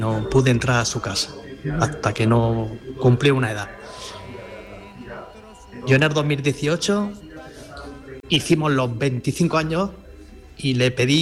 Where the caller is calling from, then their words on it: El Ejido, Andalusia, Spain; Buenas tardes, Andalucía, desde Elegido, Almería.